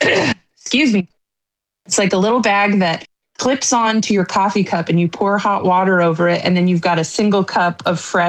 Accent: United States; as an American

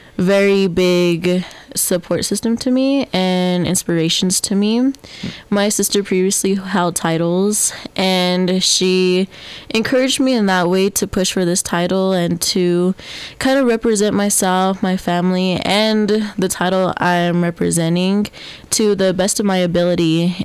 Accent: Colorado, United States

